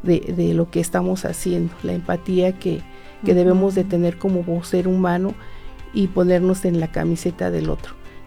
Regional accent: Mineral del Monte, Hidalgo, Mexico; now in Pachuca, Mexico; yo llegué aquí a Pachuca muy jovencita, pues prácticamente de provincia, yo soy de Mineral del Monte, pues algo muy diferente a vivir aquí a Pachuca

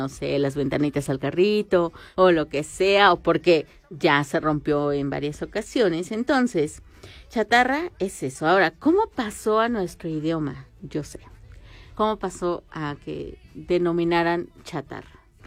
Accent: Mexico; luego pasó a nosotros que somos mexicanos.

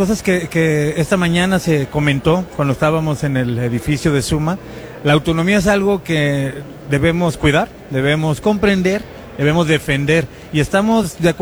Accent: Guadalajara, Jalisco, Mexico

